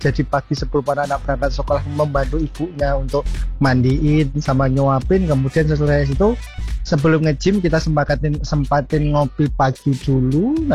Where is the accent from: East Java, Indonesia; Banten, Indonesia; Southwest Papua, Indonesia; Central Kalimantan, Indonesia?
East Java, Indonesia; saya aslinya Jawa Timur